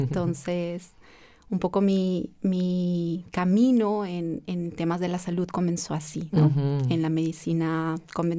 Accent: Cusco, Peru; moved away as an adult; now in Vienna, Austria; Yo soy de Perú, nací en Cusco, una ciudad en las montañas de Perú. Me crié allá, estudié también la universidad en Cusco, en Perú. Y luego, cuando terminé la universidad, vine a Viena

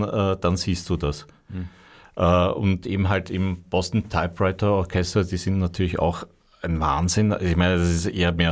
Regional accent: Vienna, Austria; Genau, im 19., wo ich aufgewachsen bin

